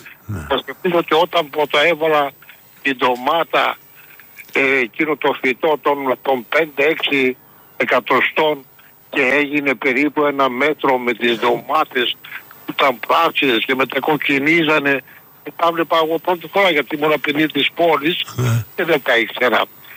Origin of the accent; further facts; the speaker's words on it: Thessaloniki, Central Macedonia, Greece; now in Michaniona, Greece; Είμαι θεσσαλονικιός, παιδί του Βαρδαρίου. Βρέθηκα όμως στη Μηχανιώνα λόγω συστήου.